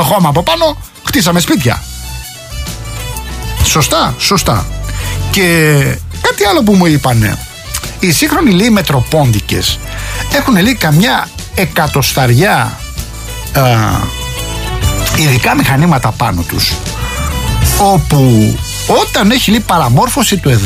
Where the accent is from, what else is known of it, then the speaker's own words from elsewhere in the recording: Rafina, Attica, Greece; είναι και ο τόπος μου